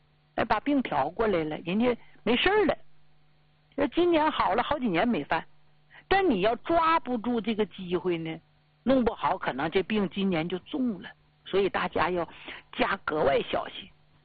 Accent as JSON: {"language": "Chinese", "region": "Jilin", "country": "China", "tie": "born or raised there", "said": "多少年了，听我声音，就咱们吉林老家，你们听我声音几年了？"}